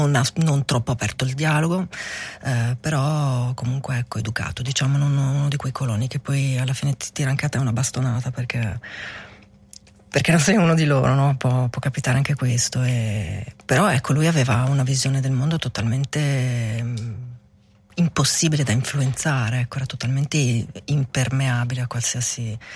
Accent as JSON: {"language": "Italian", "country": "Switzerland", "said": "io vengo dalla Svizzera"}